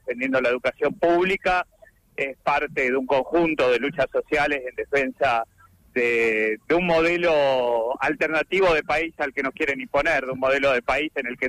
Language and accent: Spanish; Trelew, Chubut, Argentina; porque somos de Trelew, caminamos los barrios